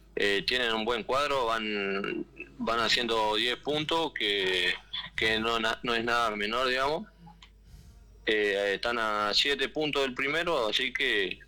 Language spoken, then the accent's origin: Spanish; Concordia, Entre Ríos, Argentina; moved away as an adult; now in Salto, Uruguay; Monseñor Roche, acá en Concordia.